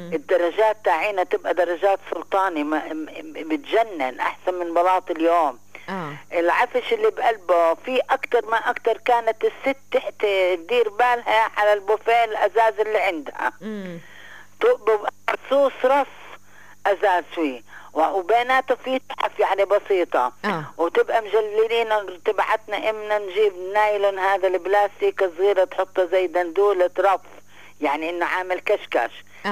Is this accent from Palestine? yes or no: yes; Palestine; moved away; هذا هو التراث الاصلي اللي بيميزنا ان احنا فلسطينية. واحنا كنا بالداخل، واحنا ان بيوتنا، واحنا ان اراضينا، وخرجنا منها مش برضاية خاطرنا.